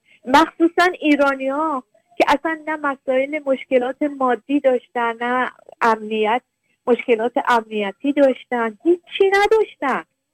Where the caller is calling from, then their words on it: Sweden; ما شهروند اینجا هستیم، اینجا زندگی میکنیم